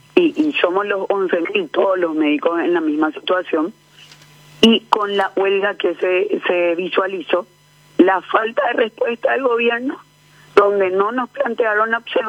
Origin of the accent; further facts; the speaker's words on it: Ciudad del Este, Alto Paraná, Paraguay; moved away; yo soy de Ciudad del Este, hija de padres separados